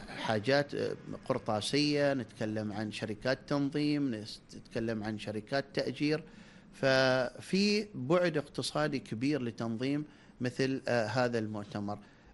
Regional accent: Oman; موجود عندنا في سلطنة عمان

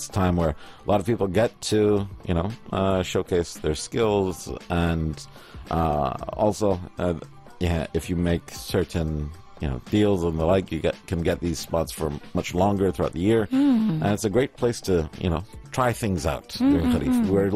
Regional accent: Dhofar, Oman; the Fahd, my homeland, my hometown.

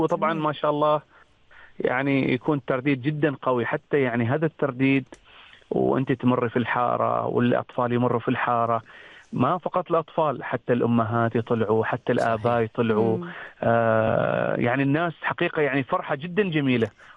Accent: Muscat, Muscat Governorate, Oman

